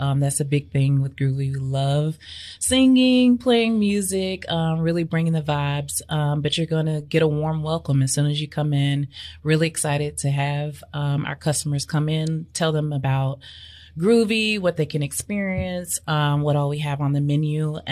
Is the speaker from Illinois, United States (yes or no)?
no; Osceola, Arkansas, United States; now in Memphis, United States; So I am actually from Arkansas, Osceola, Arkansas, right across the bridge. Grew up listening to all the Memphis radios, all the Memphis news stations. So Memphis was my life growing up, pretty much. But moved here back again in 2019.